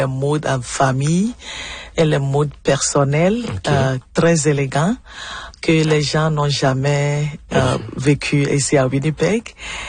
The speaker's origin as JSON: {"language": "French", "country": "Togo", "moved": "yes", "lives_now": "Manitoba, Canada", "said": "je suis togolaise"}